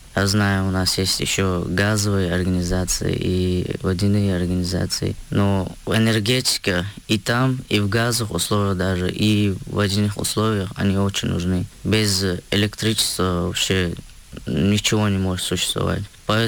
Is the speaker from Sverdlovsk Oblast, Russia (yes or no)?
no; Shuani, Chechnya, Russia; После завершения службы я приехал в родное село Шуани, Шуани называется.